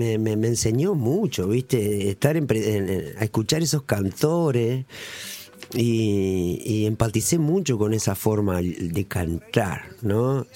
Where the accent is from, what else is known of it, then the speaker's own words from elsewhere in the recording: Salto, Uruguay; Es y salteña, porque se hace desde acá y yo soy de acá